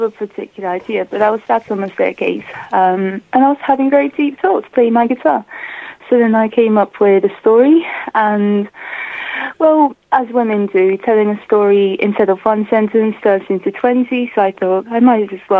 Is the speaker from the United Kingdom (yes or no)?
no; Spain; moved away as an adult; also born or lived in Bulgaria; Well, I was raised in Spain since the age of three, but my mother's Bulgarian and I was born there, so actually I'm about from everywhere.